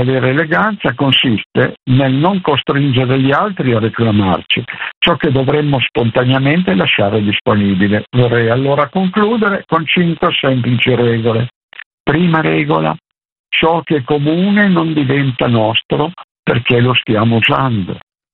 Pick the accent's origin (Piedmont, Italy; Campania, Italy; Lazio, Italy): Piedmont, Italy; Io sono piemontese, esistono ancora molti bar dove c'è il bagno turco.